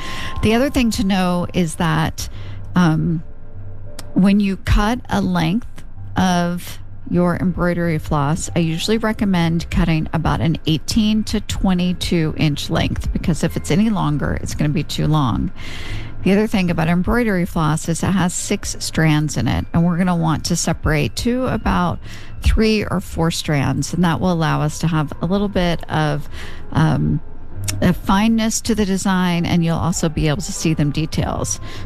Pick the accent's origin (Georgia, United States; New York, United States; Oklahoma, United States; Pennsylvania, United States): Oklahoma, United States; moved away; growing up in Oklahoma